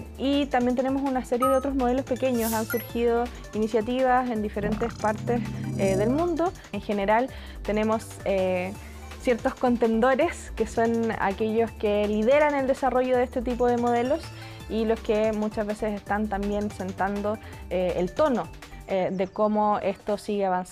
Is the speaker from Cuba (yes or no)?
no; Chile; En Chile, por ejemplo, decimos nanay, que tiene que ver con, cierto, hacer un cariño. Y eso viene de nuestros lenguajes indígenas